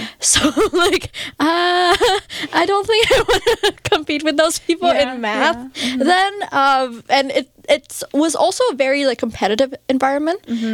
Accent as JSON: {"language": "English", "country": "Vietnam", "tie": "born or raised there", "said": "because I grew up in Vietnam, and I guess in Asia, like, the way that the society perceive women, pursuing STEM degrees, were not very favorable"}